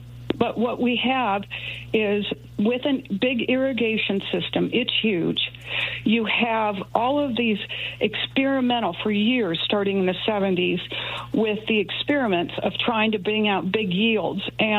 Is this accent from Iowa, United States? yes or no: yes; Iowa, United States; I am a former Iowan myself. I grew up in Iowa.